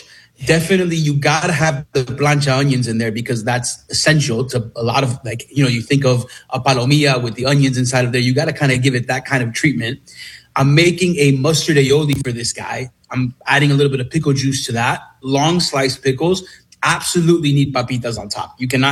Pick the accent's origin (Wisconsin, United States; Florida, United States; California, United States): Florida, United States; Miami; I was born and raised in Miami